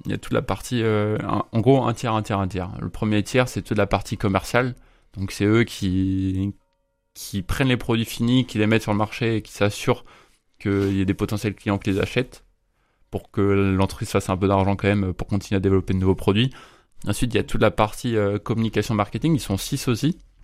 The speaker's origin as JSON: {"language": "French", "region": "Brittany", "country": "France", "tie": "born or raised there", "moved": "as an adult", "lives_now": "Rennes, France", "said": "Entre les Côtes d'Armor et l'Ille-et-Vilaine. C'est-à-dire que j'ai grandi dans les Côtes d'Armor et maintenant j'ai fait mes études en Ille-et-Vilaine, enfin à Rennes."}